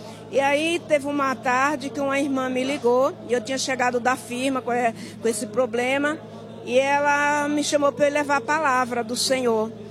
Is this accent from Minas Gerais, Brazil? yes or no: no; Vargem Grande Paulista, São Paulo, Brazil; De Vargem Grande Paulista.